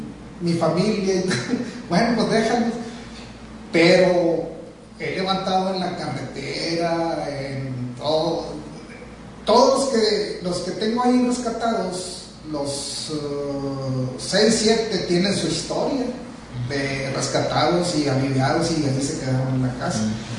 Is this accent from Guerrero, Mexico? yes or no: no; Villa Las Esperanzas, Coahuila, Mexico; De Vía Las Esperanzas, Coahuila.